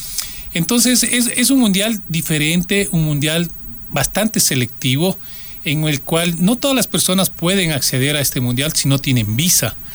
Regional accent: Ecuador; todos nosotros como ecuatorianos

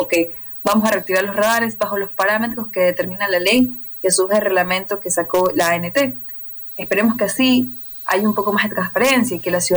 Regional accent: Guayaquil, Guayas, Ecuador; Te hablo de Guayaquil, que es mi ciudad.

